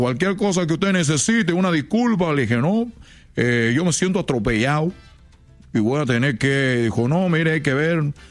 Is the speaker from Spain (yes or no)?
no; Cuba; moved away as an adult; now in Mexico; que vengo de Cuba, que un día dejé la isla para yo llegar a México